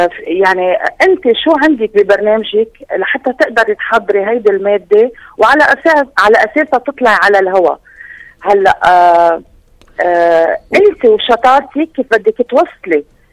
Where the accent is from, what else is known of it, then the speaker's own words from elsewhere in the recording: Lebanon; moved away as an adult; also born or lived in Amman, Jordan; نحن هون بلبنان، نحن هون بلبنان